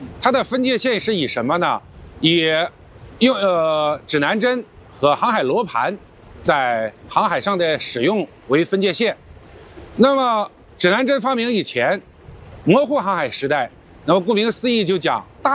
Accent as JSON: {"language": "Chinese", "country": "China", "said": "我们中国人"}